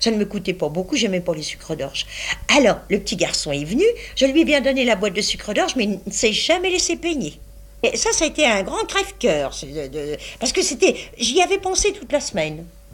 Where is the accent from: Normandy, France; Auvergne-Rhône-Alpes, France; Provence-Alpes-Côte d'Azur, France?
Normandy, France; Et j'aime les Anglais, je suis normande, ma mère.